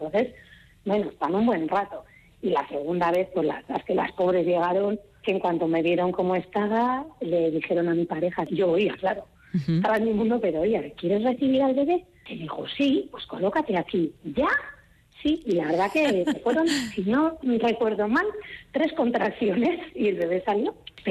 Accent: Errenteria, Basque Country, Spain; sí, yo soy de Rentería, y coincidió

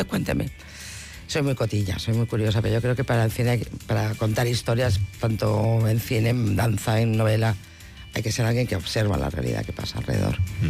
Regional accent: Madrid, Community of Madrid, Spain; born there; also born or lived in Bilbao; en Madrid yo estaba todo el rato reivindicando que yo soy del País Vasco, ¿qué pasa aquí, no? Además nací en la época de Franco, por lo cual era molesto, ¿no? Me llamaban de todo en el cole

